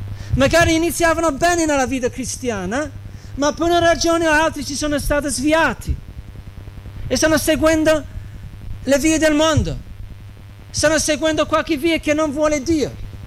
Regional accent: London, United Kingdom; moved away; Io sono cresciuto a Londra, una città. Mo vivo un po' in campagna

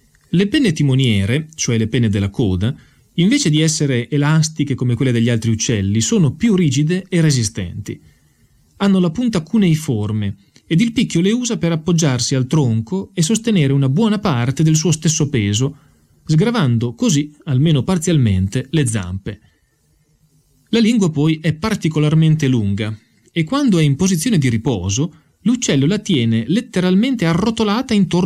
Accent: Emilia-Romagna, Italy; Dalle mie parti, cioè nella campagna pianeggiante ai piedi dell'Appennino modenese e sulle colline

